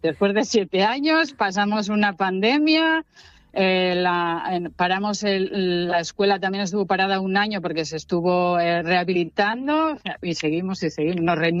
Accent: Piloña, Asturias, Spain; yo soy de Piloña, mi familia es de Piloña, y da la casualidad que empecé a cuidar a unos vecinos de mi abuela.

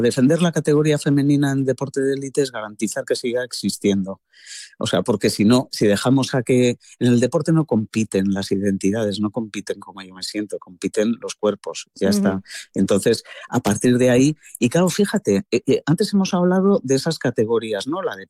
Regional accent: Irun, Basque Country, Spain; está pasando, por ejemplo, en mi pueblo, en el polideportivo de Irún.

